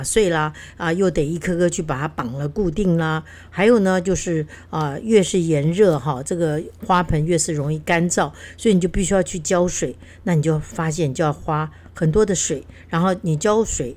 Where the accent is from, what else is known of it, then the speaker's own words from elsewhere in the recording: Keelung, Taiwan; 那我自己小时候也住在这个基隆的乡下